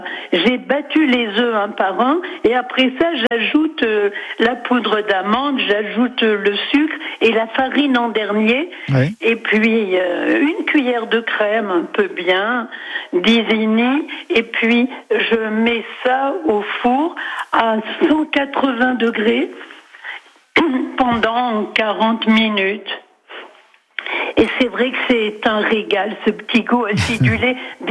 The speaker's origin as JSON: {"language": "French", "region": "Normandy", "country": "France", "tie": "born there", "moved": "yes", "lives_now": "Rognes, France", "said": "je suis née en Normandie"}